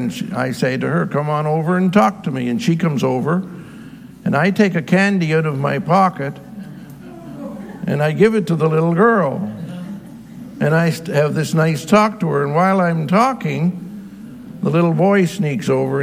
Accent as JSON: {"language": "English", "country": "Canada", "said": "And I'm a Canadian."}